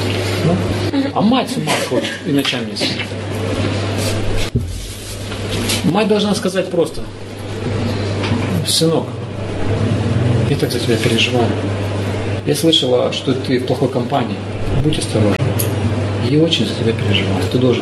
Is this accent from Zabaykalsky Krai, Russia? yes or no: no; Chechnya, Russia; До сих пор у цыгане и на востоке, в Чечне в частности, там откуда я родом, там до сих пор этот принцип учитывается.